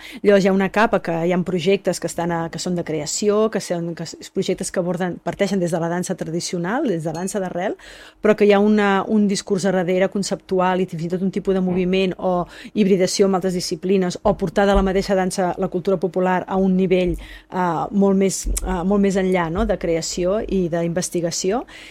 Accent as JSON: {"language": "Catalan", "town": "Terrassa", "region": "Catalonia", "country": "Spain", "said": "Clar, jo sóc terrassenca"}